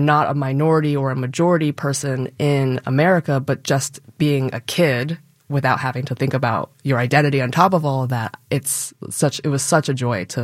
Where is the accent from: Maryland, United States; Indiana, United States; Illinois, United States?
Maryland, United States; North Potomac; I had really idyllic childhood growing up in North Potomac